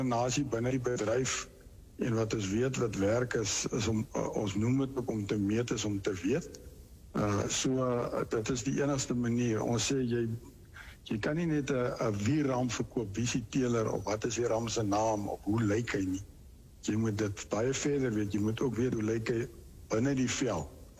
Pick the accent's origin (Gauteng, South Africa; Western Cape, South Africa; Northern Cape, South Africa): Northern Cape, South Africa; Ek is van die Noord-Kaap, ek boer in die Prieska omgewing.